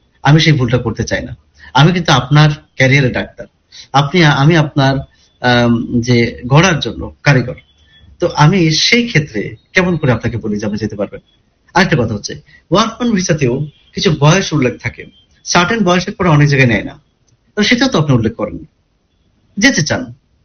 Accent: Kushtia, Khulna Division, Bangladesh; আমার ঠিকানা, আমার পরিচয়, আমার পূর্ব পরিচয়, যেটা আমার গ্রামের বাড়ি কুষ্টিয়ার ঠিকানা

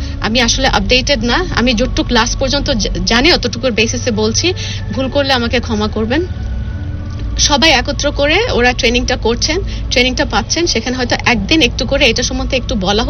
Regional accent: Bangladesh

